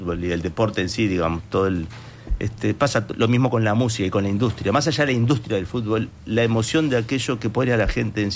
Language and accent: Spanish; Sayago, Montevideo, Uruguay; born there; muy especial para nosotros, los de Sayago